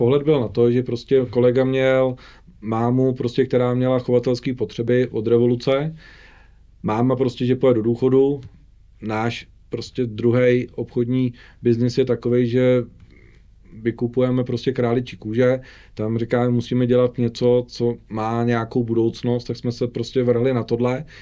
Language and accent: Czech; Central Bohemian Region, Czechia; já jsem asi čtvrtá generace, která v té vesnici už jako žije, už tam byl táty, děda, praděda